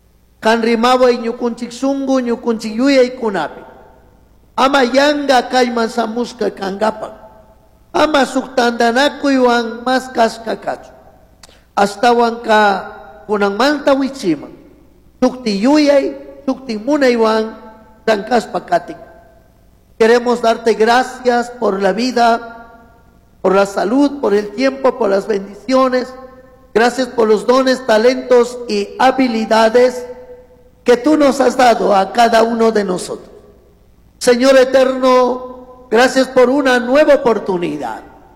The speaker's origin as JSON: {"language": "Spanish", "town": "Colta", "region": "Chimborazo", "country": "Ecuador", "moved": "yes", "lives_now": "Cuenca, Ecuador", "said": "de La Suay, Cantón Cuenca, en donde Dios me ha permitido servir como pastor. Pero soy de la provincia del Chimborazo, Cantón Colta, Parroquia Santiago de Quito."}